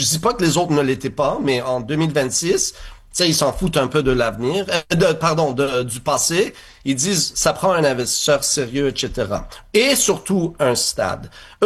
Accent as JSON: {"language": "French", "town": "Montreal", "region": "Quebec", "country": "Canada"}